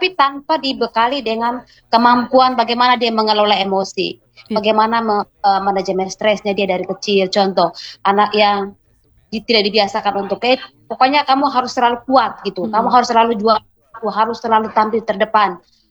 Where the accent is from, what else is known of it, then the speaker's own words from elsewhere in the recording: East Nusa Tenggara, Indonesia; kita orang NTT